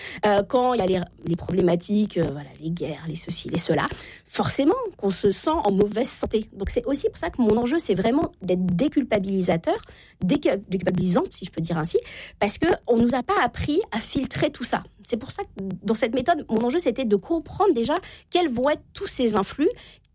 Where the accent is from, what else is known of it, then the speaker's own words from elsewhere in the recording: Normandy, France; Voilà, exactement, moi je viens de la Normandie, Uber Eats n'est pas arrivé partout en France, on est bien d'accord.